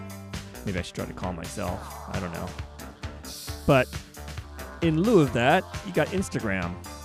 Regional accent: North Carolina, United States; Out of my home state of North Carolina.

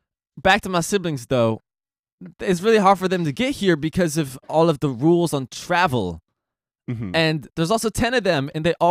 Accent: Estonia; first language Estonian; English is a second language; So I live in Estonia. I have beautiful family.

